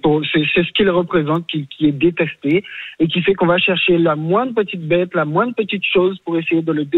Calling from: Rennes, Brittany, France; Je suis de Rennes, je ne suis pas de chez lui.

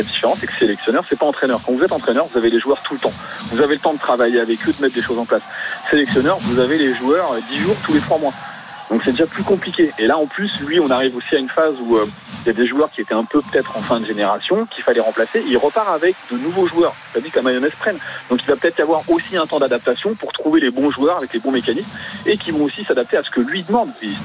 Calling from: Île-de-France, France; Du Val-de-Marne

